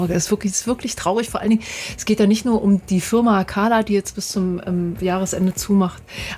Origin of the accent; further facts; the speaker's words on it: Thuringia, Germany; für uns als Thüringer